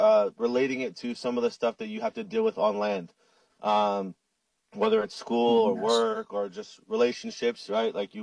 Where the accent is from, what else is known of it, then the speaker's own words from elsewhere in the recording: Makaha, Hawaii, United States; And that's how I learned, was from all my uncles. And growing up in Makaha